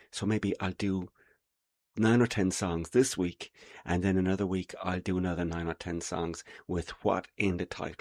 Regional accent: Limerick, Munster, Ireland; broadcasting from my hometown and city of Limerick in Ireland

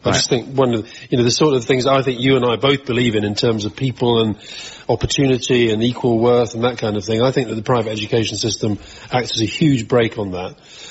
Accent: Keighley, Yorkshire, United Kingdom; We lived in Keithley until I was 11.

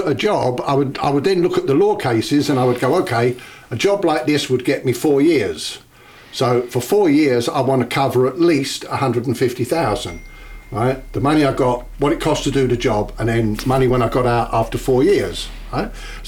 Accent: London, United Kingdom; I was brought up in Bermondsey. My dad was Irish, road worker. Mum was a Hungarian Jew.

